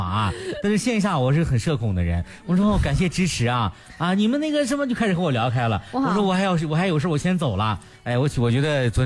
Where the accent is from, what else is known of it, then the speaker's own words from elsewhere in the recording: northern China, China; 作为北方人的我们来说